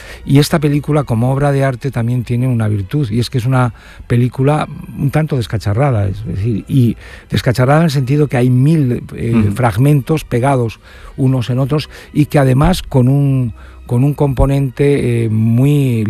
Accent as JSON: {"language": "Spanish", "town": "León", "region": "Castile and León", "country": "Spain", "said": "Yo soy poco de León también, ¿eh? Yo he sido de León, pero soy ahora quizás menos."}